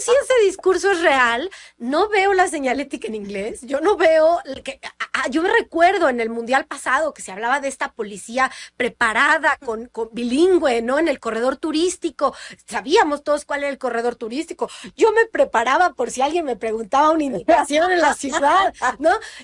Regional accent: Mexico; así somos los mexicanos

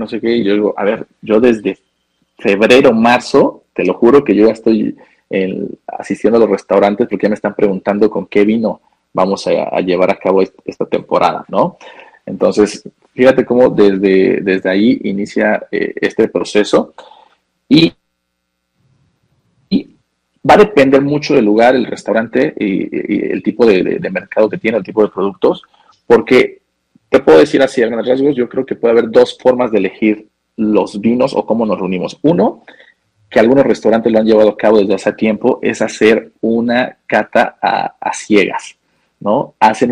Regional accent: Puebla, Mexico; yo como poblano

